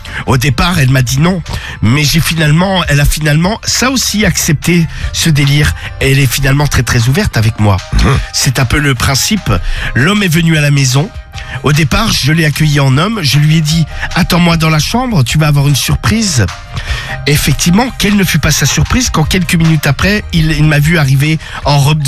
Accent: Clermont, France; j'ai 42 ans, je suis de Clermont.

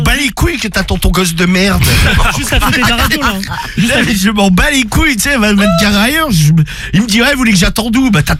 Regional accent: France; on a tout compris parce qu'on est français

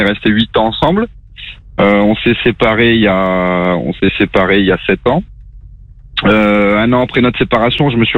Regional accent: the north of France, France; born there; moved away; also born or lived in Perpignan; Mais je suis originaire du Nord, moi, à la base.

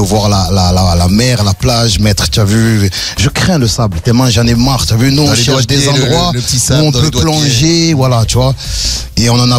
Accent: Marseille, Provence-Alpes-Côte d'Azur, France; Ouais, sable, en tant que Marseillais, on se comprend.

